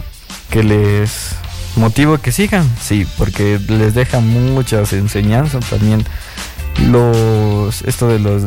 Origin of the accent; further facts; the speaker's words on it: Ambato, Tungurahua, Ecuador; como soy de Ambato